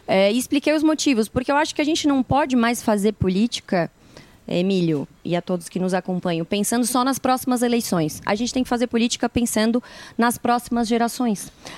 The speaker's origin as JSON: {"language": "Portuguese", "town": "Criciúma", "region": "Santa Catarina", "country": "Brazil", "said": "Eu sou de Criciúma."}